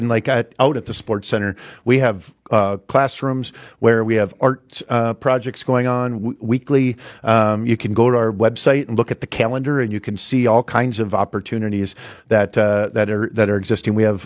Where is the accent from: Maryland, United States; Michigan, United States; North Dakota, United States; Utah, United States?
North Dakota, United States; Fargo; I grew up in North Fargo